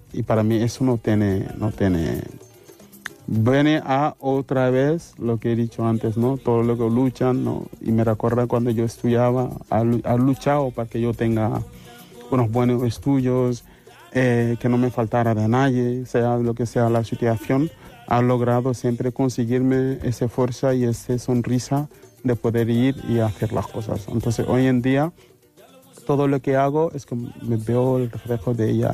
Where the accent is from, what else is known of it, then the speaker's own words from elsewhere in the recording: Senegal; Y yo, por defecto, soy de Senegal, pero la mitad de mi familia es gambiana.